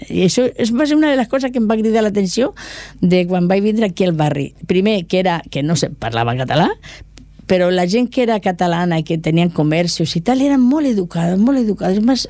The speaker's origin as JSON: {"language": "Catalan", "town": "Cubells", "region": "Catalonia", "country": "Spain", "accent": "Murcian", "said": "parlo un català amb accent murcià, però de Lleida. Sembla que soc valenciana."}